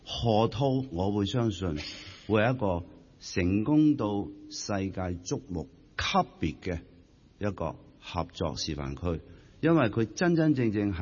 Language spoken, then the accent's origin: Cantonese; Hong Kong; 我們香港人和澳門亦都太過互相熟悉了